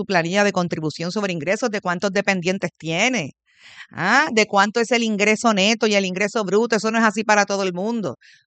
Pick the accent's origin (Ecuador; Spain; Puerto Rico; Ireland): Puerto Rico